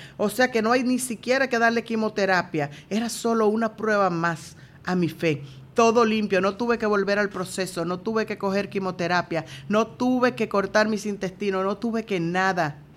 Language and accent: Spanish; Santiago de los Caballeros, Santiago, Dominican Republic; now in United States; y yo soy de Santiago